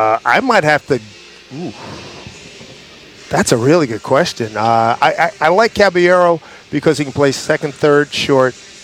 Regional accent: Philadelphia, Pennsylvania, United States; But I grew up in Philly, and the Yankees were always the arch enemies, and the Phillies could never get to them.

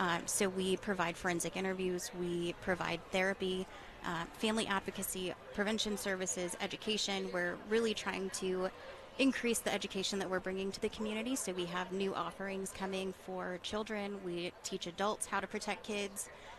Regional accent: Nashville, Tennessee, United States; I'm from Nashville.

